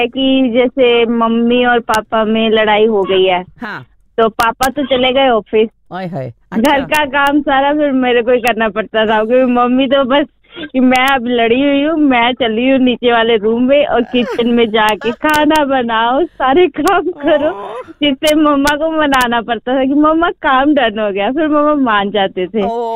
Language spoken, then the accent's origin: Hindi; Amritsar, Punjab, India; मैं अमृतसर से हूँ, पंजाब।